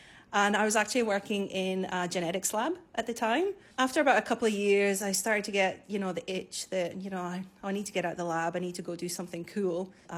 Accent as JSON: {"language": "English", "region": "Scotland", "country": "United Kingdom", "moved": "as an adult", "lives_now": "Queensland, Australia", "said": "So I'm Scottish. I moved to Queensland in 2010."}